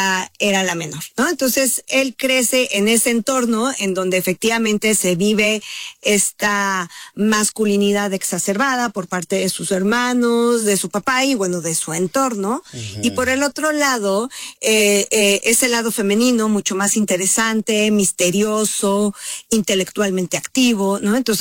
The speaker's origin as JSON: {"language": "Spanish", "country": "Mexico", "said": "sobre todo si somos mexicanos"}